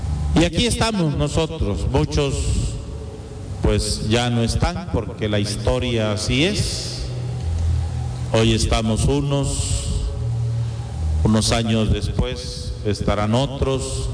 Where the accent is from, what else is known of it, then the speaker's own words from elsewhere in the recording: Guatemala; born there; por ser guatemaltecos, por haber nacido en esta patria, uno de los países más grandes de Centroamérica